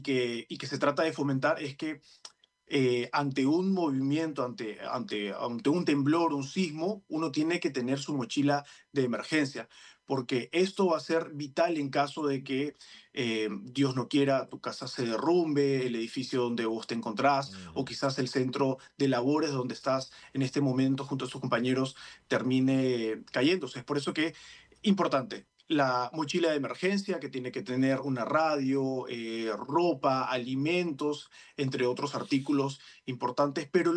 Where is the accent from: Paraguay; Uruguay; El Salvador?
Paraguay; moved away as an adult; now in Lima, Peru; yo ya tengo más de 10 años acá en Lima. Mi padre es peruano, mi mamá es brasilera, yo con orgullo soy paraguayo, pero ya hace más de 10 años comencé a labrar una carrera acá en Perú.